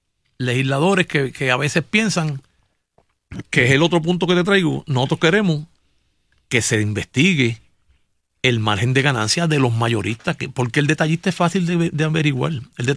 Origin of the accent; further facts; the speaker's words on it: Puerto Rico; yo tengo mi creencia como puertorriqueño y mi ideología